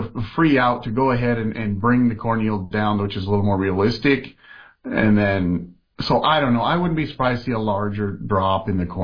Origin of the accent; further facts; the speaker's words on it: Oregon, United States; I'm from Oregon, so I mean, we're expecting them to not let us do that in the first place.